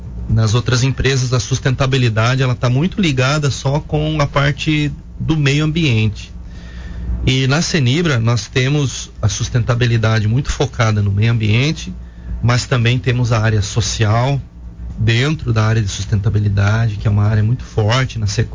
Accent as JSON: {"language": "Portuguese", "region": "Santa Catarina", "country": "Brazil", "said": "Ronan e queridos ouvintes, eu venho de Santa Catarina."}